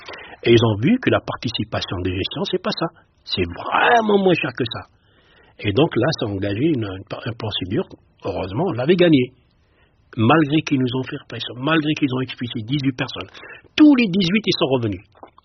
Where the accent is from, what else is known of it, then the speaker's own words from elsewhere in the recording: Algeria; moved away; on a quitté l'Algérie, on a pensé c'est fini, on ne les trouve plus, on les a trouvés dans le foyer.